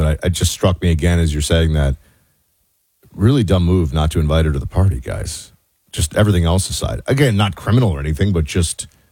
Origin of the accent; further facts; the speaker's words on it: New York City, New York, United States; I grew up in New York City, but I got to college